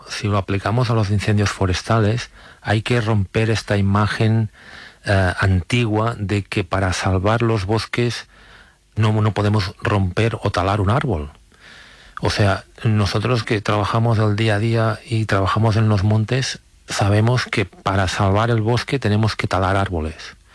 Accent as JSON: {"language": "Spanish", "town": "Sant Sadurní d'Anoia", "region": "Catalonia", "country": "Spain", "said": "Yo, por ejemplo, en mi pueblo, es un pueblo que está rodeado de viñedos, San Sadurní de Noia"}